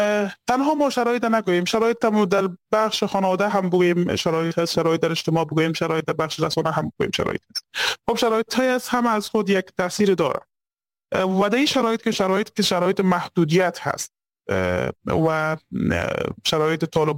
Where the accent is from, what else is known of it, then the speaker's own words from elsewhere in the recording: Afghanistan; born there; چون من خودم یکی از در خانواده های البته افغانی به دنیا آمدیم،